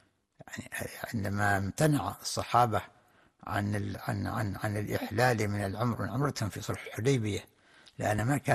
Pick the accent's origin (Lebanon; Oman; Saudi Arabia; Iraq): Oman; وكم هنا عندنا في عمان